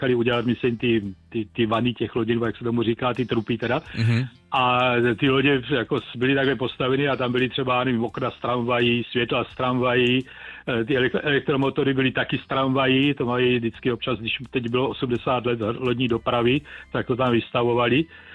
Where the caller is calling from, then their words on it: Brno, South Moravian Region, Czechia; já jsem z Brna, Brno má krásné okolí